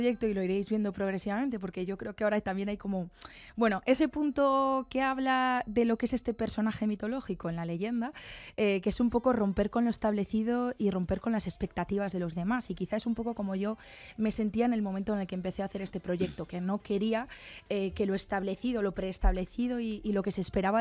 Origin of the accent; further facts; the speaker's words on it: Pontedeume, Galicia, Spain; Ponte de Eume es mi pueblo.